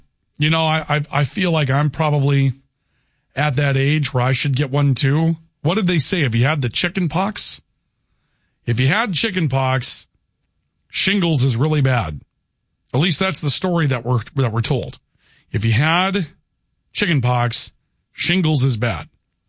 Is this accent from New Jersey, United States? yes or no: no; Minnesota, United States; But I tell you what, as a Minnesotan, I'd sure rather see a tax credit on a pet than $19 billion going over to Somalia.